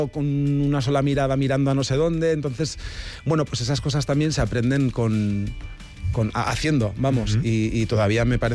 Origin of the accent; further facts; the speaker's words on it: Spain; first language Basque; Spanish is a second language; al final mi lengua materna es el euskera